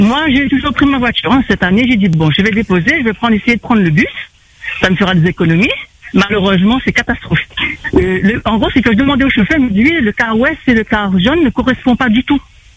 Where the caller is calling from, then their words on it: La Possession, Réunion; je suis de la Possession